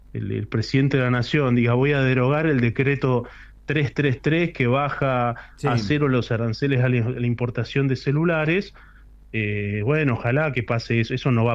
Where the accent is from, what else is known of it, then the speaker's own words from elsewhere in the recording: Tierra del Fuego, Argentina; en el caso nuestro, ¿no?, hablo de Tierra del Fuego